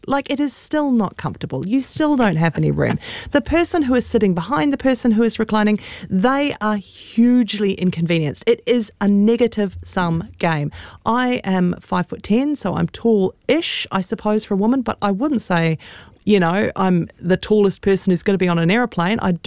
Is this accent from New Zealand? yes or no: yes; Christchurch, Canterbury, New Zealand; I grew up in Christchurch